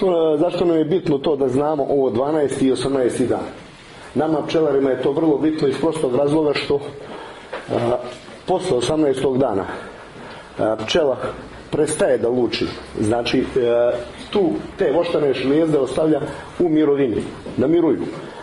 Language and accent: Serbian; Andrijevica, Montenegro; drugo kod nas u Maloj Andrijevici. Sve se to dešava iz prostog razloga što smo eto nekako na kraju, na krajnjem sjeveru, tu nam je blizu granice sa Albanijom